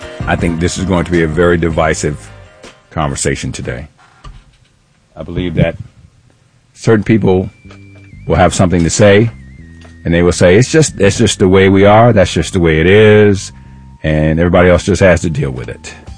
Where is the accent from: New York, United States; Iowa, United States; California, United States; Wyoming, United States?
New York, United States; Do people get a pass to behave a certain way because of where they're from? I'm from New York, son.